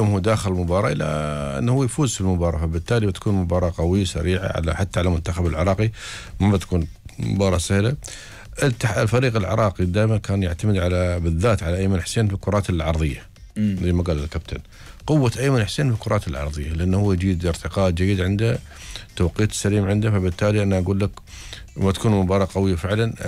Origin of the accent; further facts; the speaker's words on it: Kuwait; وأنا كويتي.